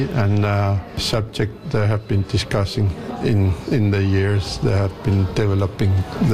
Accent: Greenland; English is a second language; I'm from New Greenland.

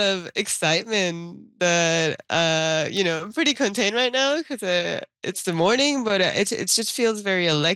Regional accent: Panama; now in Toronto, Canada; what are the odds that the city where I live, like you said, is now my home, gets to host my home country? It just doesn't happen. And like, there's not that many of us in general. Panama is a very small country.

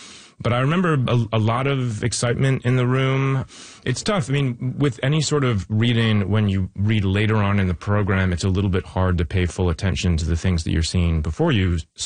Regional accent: New Westminster, British Columbia, Canada; I'm from New Westminster, British Columbia.

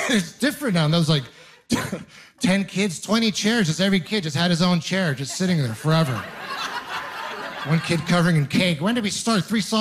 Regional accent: Ontario, Canada; I'm originally from Ontario.

